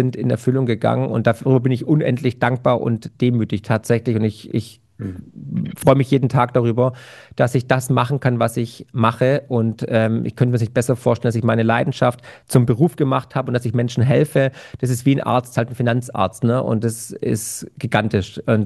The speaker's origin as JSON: {"language": "German", "country": "Germany", "said": "weil ich da als Deutscher natürlich völlig Exot war"}